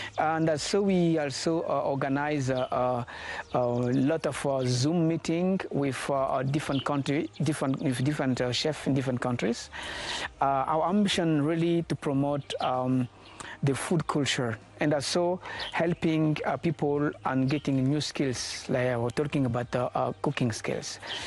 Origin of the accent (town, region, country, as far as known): Germany; born or raised there